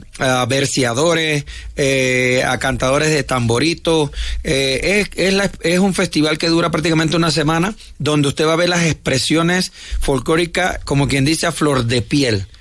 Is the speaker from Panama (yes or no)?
yes; Panama; yo fui a Viña del Mar a representar a Panamá